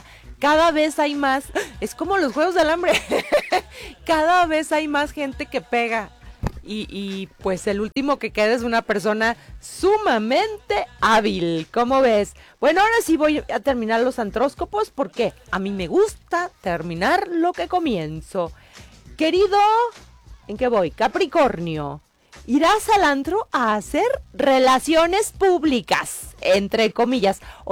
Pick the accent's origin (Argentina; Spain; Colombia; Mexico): Mexico; Ciudad Guzmán, Jalisco; moved away; Yo me crié en Ciudad Guzmán, que está a una hora de Colima.